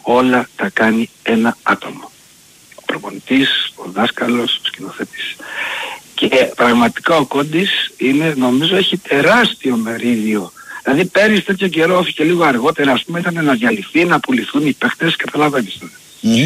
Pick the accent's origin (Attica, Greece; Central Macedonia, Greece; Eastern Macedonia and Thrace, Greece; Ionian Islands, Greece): Attica, Greece; Piraeus; Ο οποίος μου λέει, από πού είσαι, μου λέει, από την Πειραιά.